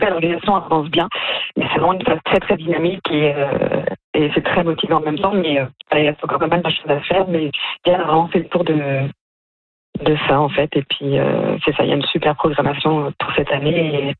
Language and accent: French; France; also born or lived in Nova Scotia; now in Canada; en fait, je viens de France et ça fait 7 ans que je vis au Canada et j'ai vécu 5 ans en Nouvelle-Écosse